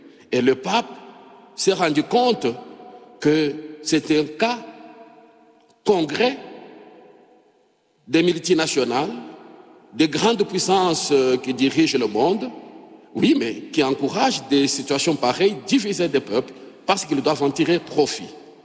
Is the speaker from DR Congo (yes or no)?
yes; DR Congo; Chez moi, en République démocratique du Congo